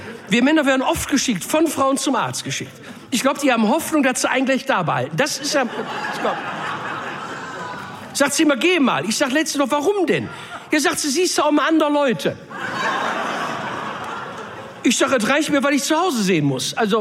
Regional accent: Duisburg, North Rhine-Westphalia, Germany; ich komme aus Duisburg, das ist nicht schön, aber es ist Heimat, ich liebe das ja.

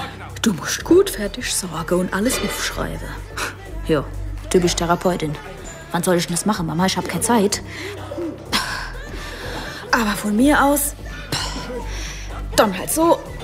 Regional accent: Landau, Germany; Eigentlich bin ich aus Landau.

